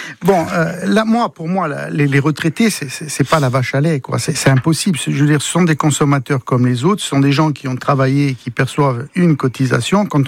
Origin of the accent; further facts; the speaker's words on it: Corsica, France; Chez nous en Corse